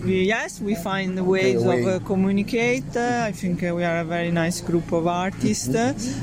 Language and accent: English; Italy; And I'm a musician from Italy. I play the saxophone and I compose also electronic music.